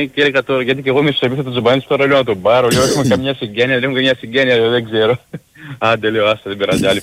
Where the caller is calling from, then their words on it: Cyprus; Γεια σου φίλε μου Κώστα … από Κύπρο.